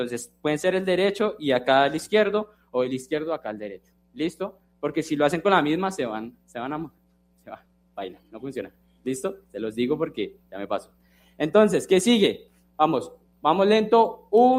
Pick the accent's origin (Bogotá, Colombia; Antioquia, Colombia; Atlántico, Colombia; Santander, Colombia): Bogotá, Colombia; aquí yo soy Rolo, la verdad.